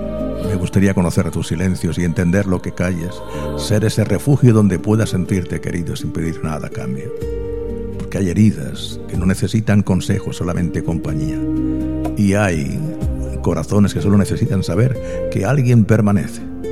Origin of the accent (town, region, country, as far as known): Valladolid, Castile and León, Spain